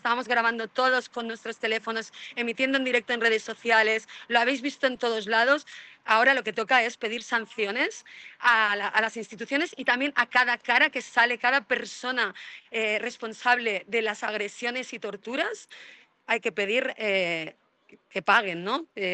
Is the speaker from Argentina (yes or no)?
no; Spain